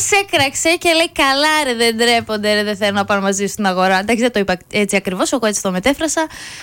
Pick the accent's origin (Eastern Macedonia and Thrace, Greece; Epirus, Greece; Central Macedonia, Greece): Central Macedonia, Greece; Olympiada; το χωριό μου, από την Ολυμπιάδα